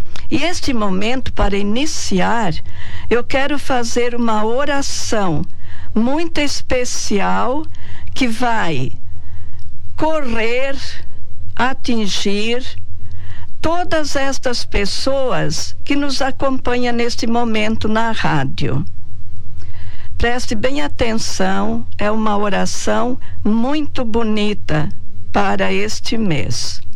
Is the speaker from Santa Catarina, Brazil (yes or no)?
yes; Criciúma, Santa Catarina, Brazil; now in Tubarão, Brazil; sou natural de Criciúma e atualmente eu trabalho no Asilo Santa Isabel